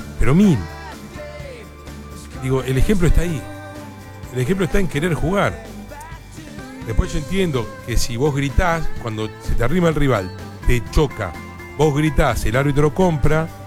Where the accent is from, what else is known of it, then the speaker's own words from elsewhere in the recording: Buenos Aires, Argentina; accent: porteño; also born or lived in Cipolletti; Yo soy porteño y he pasado veranos enteros en Cipolletti